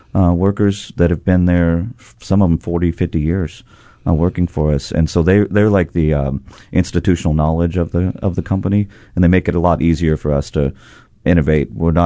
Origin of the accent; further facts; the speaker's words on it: Kentucky, United States; now in Hawaii, United States; I grew up in Kentucky fixing old cars and old buildings and stuff